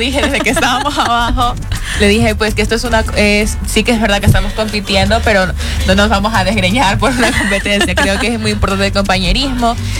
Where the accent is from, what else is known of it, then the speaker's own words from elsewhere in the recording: Guayaquil, Guayas, Ecuador; Nosotros como latinas, pero específicamente guayacas, tenemos eso de que somos a dar la mano amiga, llevarnos bien, estar tranquilas.